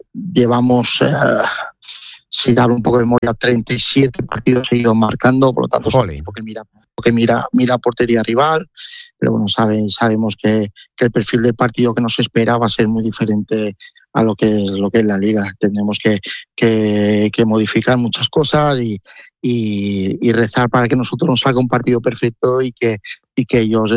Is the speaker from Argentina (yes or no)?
no; Valencia, Valencian Community, Spain; now in Manacor, Spain; soy valenciano, siempre he seguido el Valencia, cada año si puedo me acerco a Mestalla para ver al Valencia.